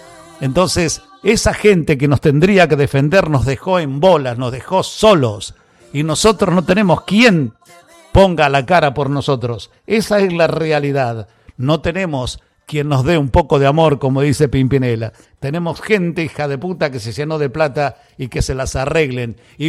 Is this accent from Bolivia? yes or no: no; Argentina; Somos muchos los argentinos que estamos sufriendo todos estos garrotazos.